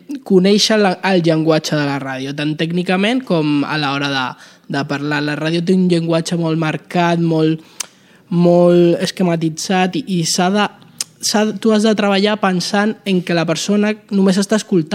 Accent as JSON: {"language": "Catalan", "country": "Uruguay", "tie": "born or raised there", "moved": "yes", "lives_now": "Spain", "said": "La meva mare, bueno, jo també vam néixer a l'Uruguai, ella feia ràdio allà i jo escoltava ràdio ja de petit."}